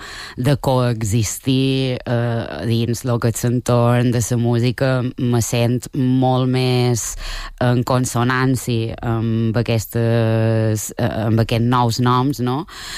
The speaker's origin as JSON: {"language": "Catalan", "region": "Balearic Islands", "country": "Spain", "also_born_or_lived": "Solsona", "accent": "Majorcan", "moved": "yes", "lives_now": "Manresa, Spain", "said": "Som mallorquina, Mallorca"}